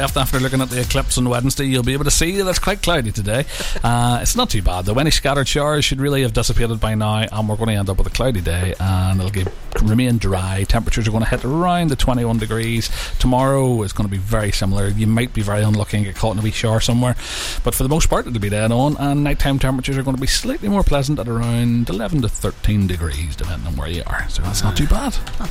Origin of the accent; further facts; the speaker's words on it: Letterkenny, County Donegal, Ireland; I'm from Letterkenny, all the way up there in Donegal.